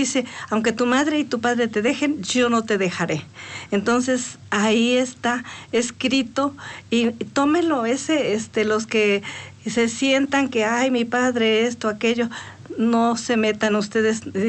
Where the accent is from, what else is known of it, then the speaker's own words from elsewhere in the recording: Puebla, Mexico; moved away; also born or lived in Veracruz; Pero soy poblana. Entonces, cuando yo regreso a Puebla, después de como a los 10 años